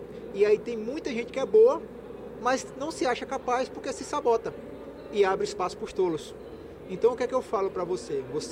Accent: Northeast Region, Brazil

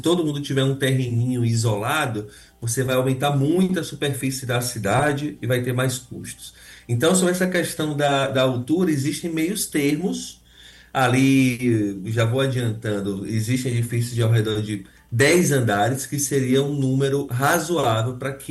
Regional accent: Brazil; A gente, como bom brasileiro, a gente é bem misturado, né?

